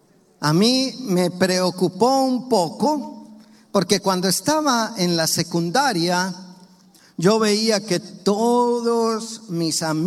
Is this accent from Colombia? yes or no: yes; Medellín, Antioquia, Colombia; yo soy colombiano de una ciudad de Colombia que se llama Medellín.